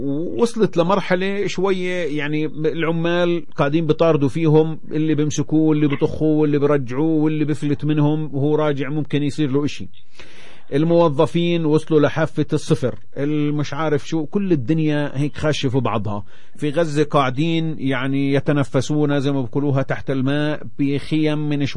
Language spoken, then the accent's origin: Arabic; Palestine; عنا إحنا كفلسطينيين